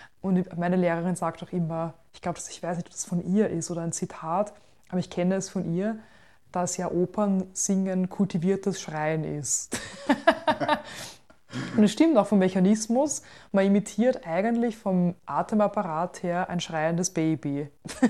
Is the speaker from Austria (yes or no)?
yes; Lower Austria, Austria; Ich bin auf einem Bauernhof in Niederösterreich